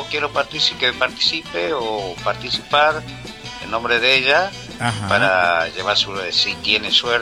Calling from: Salta, Argentina; estoy en la punta de Salta. Acá en el barrio Unión, lado del puente ferroviario que hay en el... Acá en los ríos Vaquero y Ubierna, cerca de ahí.

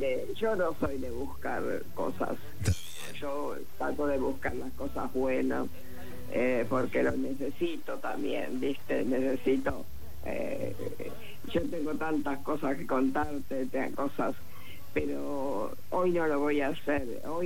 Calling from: Caballito, Buenos Aires, Argentina; Antes era de Caballito, ahora soy de Moreno.

